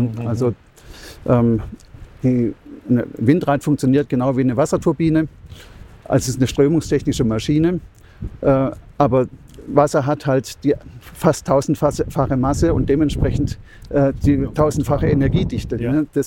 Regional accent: Freiburg, Baden-Württemberg, Germany; ich bin Freiburger

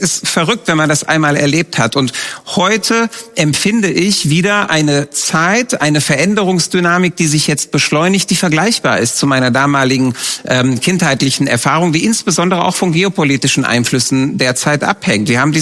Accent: Romania; born or raised there

